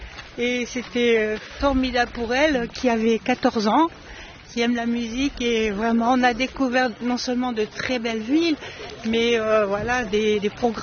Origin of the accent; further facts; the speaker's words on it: Morlaix, Brittany, France; Nord, oui. Autour, région de Morlaix, pays de Morlaix.